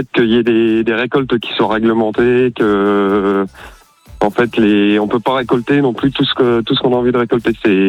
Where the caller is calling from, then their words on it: Reims, Grand Est, France; J'appelle de Reims.